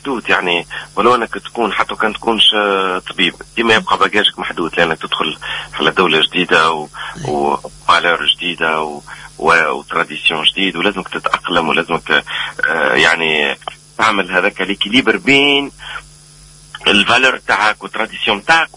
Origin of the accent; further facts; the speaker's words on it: Ajim, Medenine, Tunisia; moved away as an adult; now in France; أنا على فكرة نسكن في جربة وفي منطقة اسمها أجيم نقولها أجيم الخيري